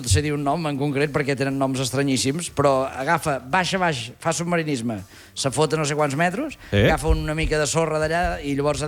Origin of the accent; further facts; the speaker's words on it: Catalonia, Spain; jo sóc d'Osona